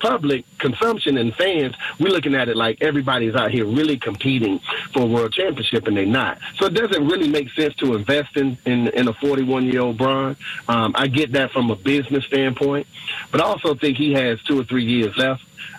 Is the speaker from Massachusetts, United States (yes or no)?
yes; Boston, Massachusetts, United States; now in North Carolina, United States; as a Bostonian that became a North Carolinian, when I moved down here, I was infatuated with Michael Jordan